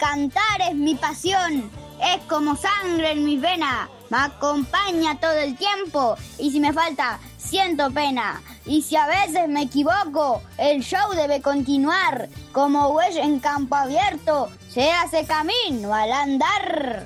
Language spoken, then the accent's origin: Spanish; Victoria, Entre Ríos, Argentina; es Victoria mi ciudad